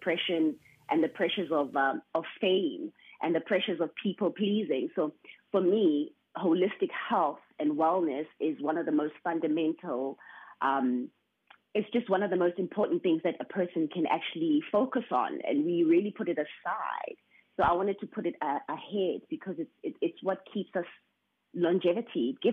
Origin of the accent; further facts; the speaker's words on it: Durban, KwaZulu-Natal, South Africa; born there; So I was born in Durban, firstly. My mom had me in Durban and I was raised in a church, the same church that my mom was buried at. And we really lived, it's like the rural areas. I come from the rural background.